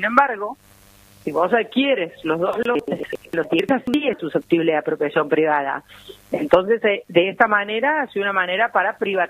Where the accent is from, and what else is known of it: Argentina